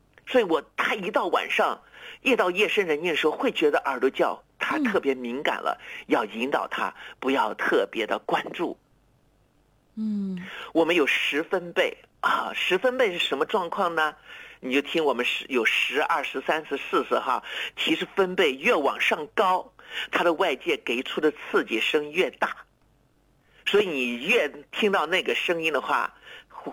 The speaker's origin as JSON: {"language": "Chinese", "country": "China", "said": "我们中国人呢更常见呢是用摄氏多少度啊"}